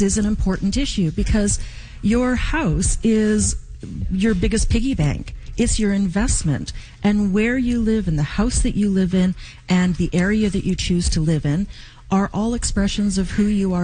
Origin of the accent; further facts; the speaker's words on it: Winnipeg, Manitoba, Canada; also born or lived in Montreal; I grew up at the corner of Grosvenor and Rockwood. I went to Grosvenor School. I moved away for university. I went to Concordia in Montreal, and eventually I came back. I live just outside the ward at this point